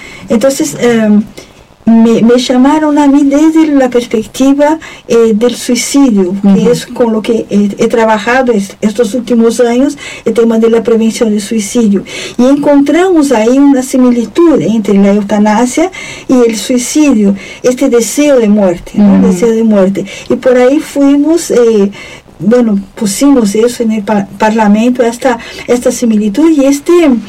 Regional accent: Brazil; Spanish is a second language; now in Uruguay; Bueno, ya de inicio dije, bueno, soy brasileña, así que perdonen alguna cosa.

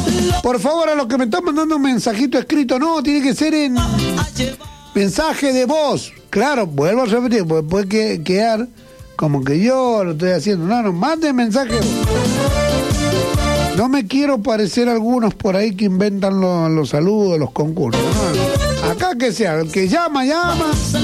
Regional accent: Mendoza, Argentina; born there; Soy nacido a la vera del río Mendoza

